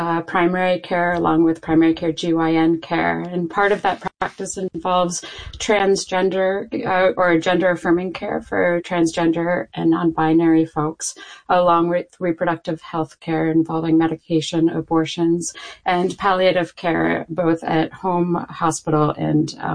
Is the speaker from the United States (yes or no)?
yes; Pennsylvania, United States; moved away as an adult; also born or lived in Rochester, New York; now in Canada; we're both from the Mid-Atlantic. I'm from outside of Philadelphia. He's from Delaware. We came to Rochester